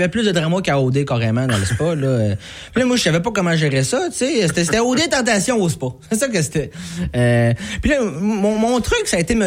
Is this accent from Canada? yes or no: yes; Quebec, Canada; moved away as an adult; also born or lived in Jonquière; moi, je viens pas d'ici. Là. Moi, je viens de la région de Charlevoix.